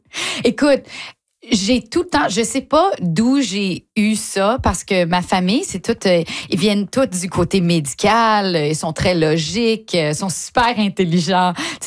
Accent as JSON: {"language": "French", "town": "Ottawa", "region": "Ontario", "country": "Canada", "tie": "born or raised there", "also_born_or_lived": "Longueuil, Quebec / Brossard, Quebec", "accent": "Franco-Ontarian", "moved": "yes", "lives_now": "Toronto, Canada", "said": "Mes parents sont nés à Montréal. Moi, je suis née aussi au Québec, à Longueuil. J'ai habité à Brossard pendant un moment. Après, j'ai grandi à Ottawa."}